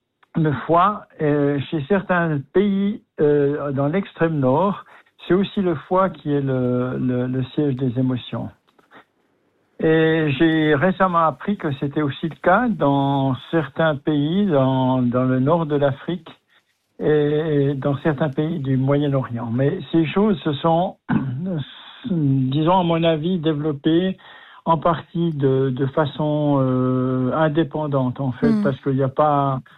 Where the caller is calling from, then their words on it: Biel/Bienne, Bern, Switzerland; De la région biennoise, oui.